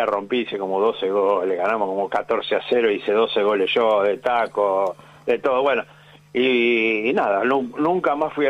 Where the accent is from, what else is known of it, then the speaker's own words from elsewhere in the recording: San Telmo, Buenos Aires, Argentina; yo soy de San Telmo, vivo lejos.